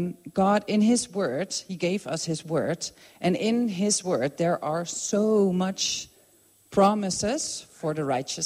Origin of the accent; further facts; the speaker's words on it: Netherlands; Swedish is a second language; Jag är från Nederländerna.